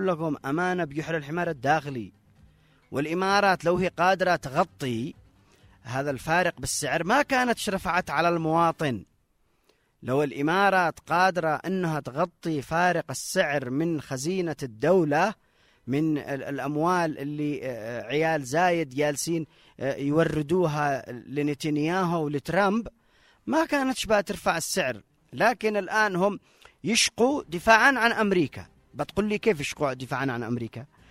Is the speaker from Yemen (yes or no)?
yes; Yemen